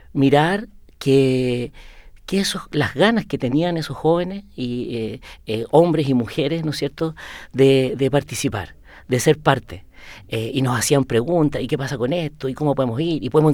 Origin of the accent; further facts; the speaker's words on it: Antofagasta, Chile; moved away; Yo soy de provincia, soy de Antofagasta